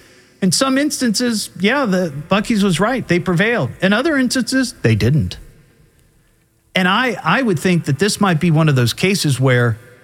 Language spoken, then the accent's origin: English; Beaver Creek, United States; all the other businesses in Beaver Creek, my hometown, that might have a beaver in their logo.